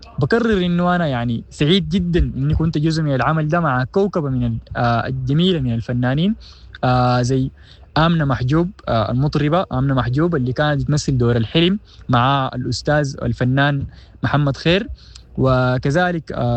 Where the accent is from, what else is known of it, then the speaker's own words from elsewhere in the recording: Sudan; ونحن كسودانيين